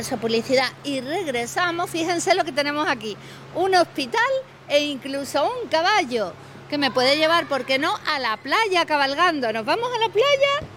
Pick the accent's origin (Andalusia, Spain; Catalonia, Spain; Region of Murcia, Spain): Andalusia, Spain; Seville; born there; En la zona de mi barrio de la Macarena, ¿no? Okay. Aunque yo nací en Nervión, pero...